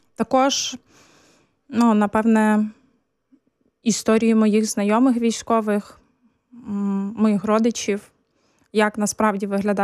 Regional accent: Ternopil Oblast, Ukraine; Я з Тернопільської області, тому як мама, чи в тебе там все добре.

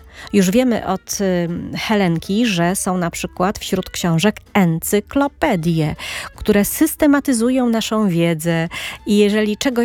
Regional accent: Poznań, Greater Poland Voivodeship, Poland; Nie, to za dużo. Ja jestem z Poznania.

